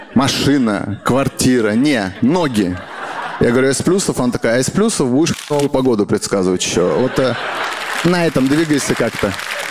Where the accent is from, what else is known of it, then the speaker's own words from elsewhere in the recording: Kazakhstan; Я такой, я казах вообще.